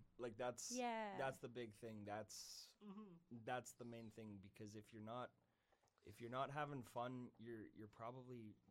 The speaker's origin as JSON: {"language": "English", "town": "Prince George", "region": "British Columbia", "country": "Canada", "tie": "born or raised there", "said": "The first song we wrote … is about growing up in Prince George and coming of age and just being in this environment."}